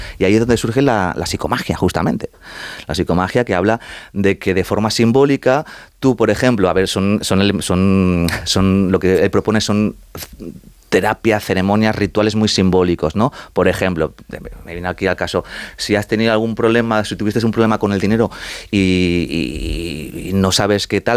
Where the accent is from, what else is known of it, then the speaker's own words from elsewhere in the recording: Madrid, Community of Madrid, Spain; mis padres son argentinos, yo soy madrileño.